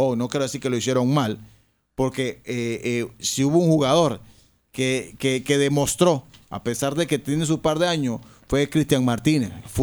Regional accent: Panama; yo soy panameño 100%

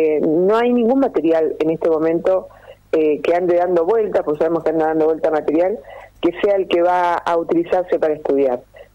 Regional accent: General Roca, Río Negro, Argentina; moved away; Yo soy de Roca, exactamente.

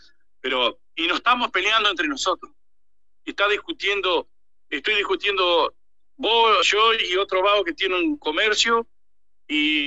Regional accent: Argentina; yo soy argentino

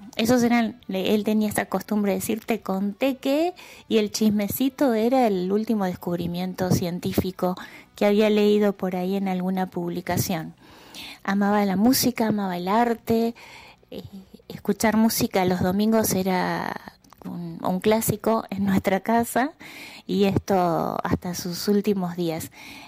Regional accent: Argentina; Nosotros con mis hermanos, Gabriela y Daniel, tuvimos la fortuna de habernos criado en una ciudad en la que cada vez que decíamos nuestro nombre, alguien nos preguntaba, ay, ¿qué sos del doctor?

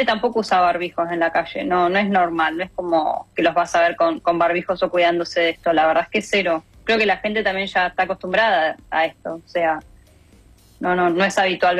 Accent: Argentina; now in Santiago, Chile

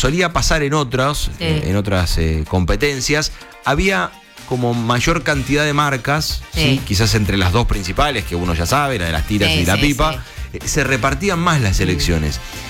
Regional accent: Argentina

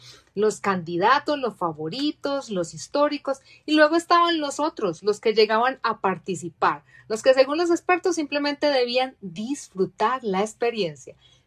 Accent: Colombia; born there; saben que soy de Colombia, es mi país de nacimiento

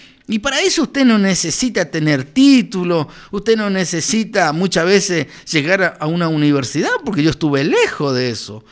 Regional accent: Villa Ángela, Chaco, Argentina; Nosotros hace 24 años atrás veníamos de una familia muy, pero muy acarenciada, muy pobre, de la provincia de Chaco.

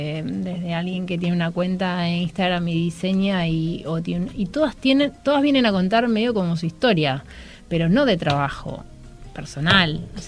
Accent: Buenos Aires, Argentina; born there; Nací en Barracas y soy muy de barrio.

